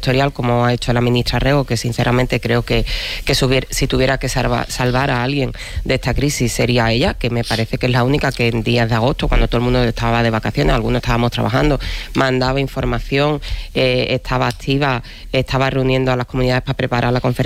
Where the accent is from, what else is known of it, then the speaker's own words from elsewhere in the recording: Andalusia, Spain; Es que yo soy andaluza, yo me asomo a Tarifa, extiendo la mano y parece que Marruecos está...